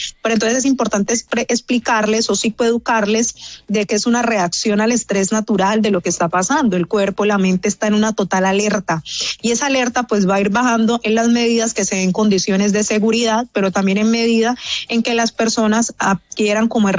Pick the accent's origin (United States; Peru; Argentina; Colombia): Colombia; Chocó